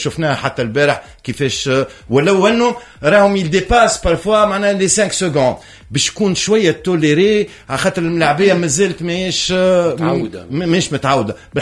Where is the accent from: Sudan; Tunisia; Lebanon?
Tunisia; عندنا في تونس